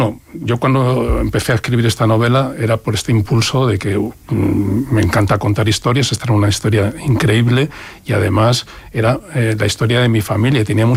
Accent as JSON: {"language": "Spanish", "town": "Madrid", "region": "Community of Madrid", "country": "Spain", "tie": "born there", "said": "siguiente de casarse a Madrid, al barrio de Usera, que es donde yo nací, muy orgulloso de nacer allí en Usera."}